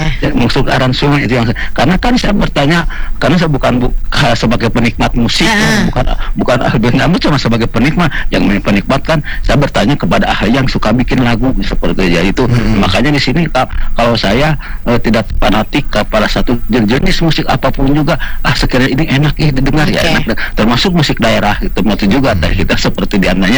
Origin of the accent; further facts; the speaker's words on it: West Java, Indonesia; kalau Sunda daerah saya sendiri kan.